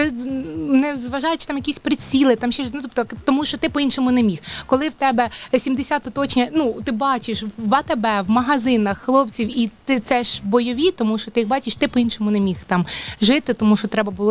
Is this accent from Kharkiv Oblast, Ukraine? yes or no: no; Pokrovsk, Donetsk Oblast, Ukraine; now in Ivano-Frankivsk Oblast, Ukraine; в Покровському, в нашому